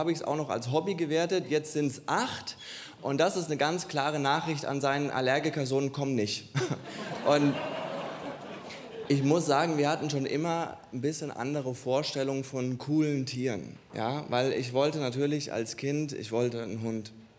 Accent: Heustreu, Bavaria, Germany; born there; ich komme aus Heustreu. Allen, denen das nichts sagt, das ist so 10 Kilometer vor Oberstreu. Und wie ihr an dem Namen erkennen könnt, Streu, ne? Also meine Großeltern hatten auch einen Bauernhof.

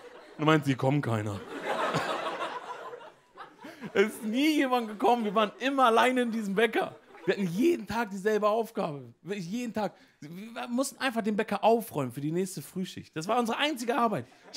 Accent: Emden, Lower Saxony, Germany; moved away; Ich bin aufgewachsen in Emden. Ich habe es geliebt in Emden.

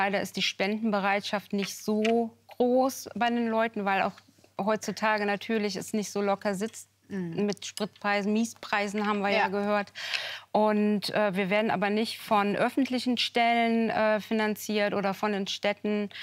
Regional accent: Cologne, North Rhine-Westphalia, Germany; also born or lived in United States; Ich bin ja im Kölner Zoo groß geworden, also dahinter.

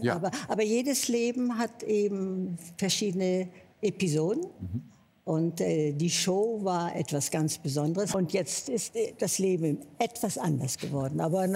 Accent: Hamburg, Germany; born there; moved away; also born or lived in Côte d'Azur; ich bin in Hamburg geboren. Also das Meer, da habe ich schon eine starke Beziehung, habe lange an der Côte d'Azur gelebt.

